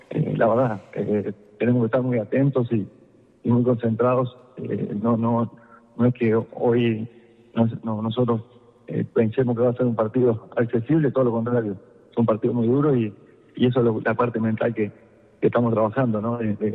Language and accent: Spanish; Uruguay; Bueno, soy uruguayo, como usted bien decía, tengo una historia en el club en el año 2022